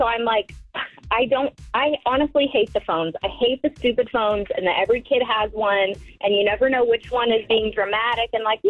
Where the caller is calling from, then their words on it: California, United States; I'm actually calling from Calaveras County.